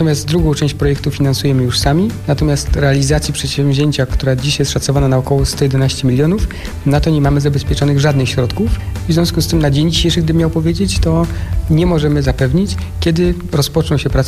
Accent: Poznań, Greater Poland Voivodeship, Poland; born or raised there

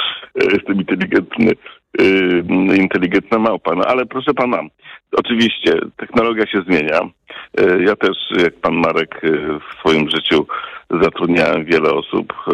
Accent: Canada; Ja mam doświadczenie, ponieważ jestem Kanadyjczykiem i wiem, że ten system można bardzo mądrze regulować imigracją, tak?

